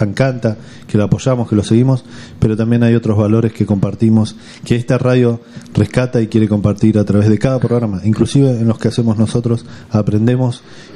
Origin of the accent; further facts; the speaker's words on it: Argentina; Y estamos contentos como argentinos.